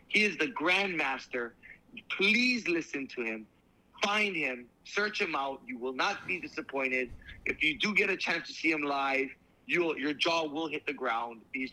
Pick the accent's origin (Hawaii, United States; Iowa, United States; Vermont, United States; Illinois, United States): Hawaii, United States; Honolulu; I have no Hawaiian. I'm half German, half Portuguese. That's it. Born and raised here. But I am not Hawaiian. I do not have Hawaiian blood.